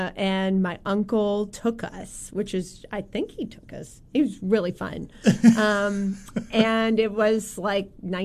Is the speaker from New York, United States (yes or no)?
no; Memphis, Tennessee, United States; I am from Memphis.